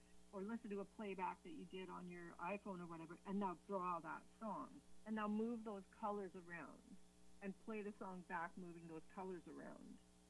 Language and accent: English; Calgary, Alberta, Canada; moved away; also born or lived in Victoria, BC / Vancouver; in the early to mid 90s, I was living in Victoria, BC, but I was raised in Calgary.